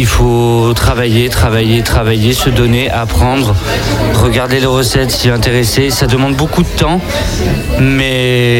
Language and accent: French; Spain; now in Montpellier, France; Je suis originaire d'Espagne.